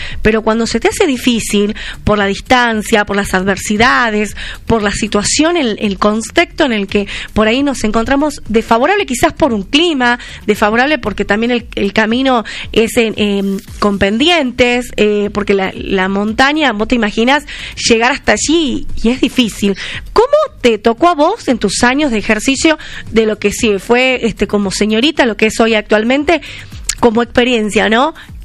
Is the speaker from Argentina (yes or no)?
yes; Argentina